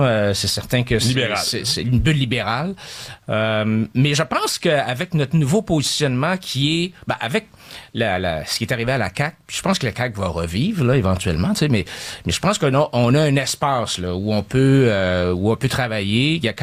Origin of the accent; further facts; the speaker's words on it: Quebec City, Quebec, Canada; moved away; Tu sais, moi, je suis originaire de Québec, là. Tu sais, j'ai été à Québec pendant 20 ans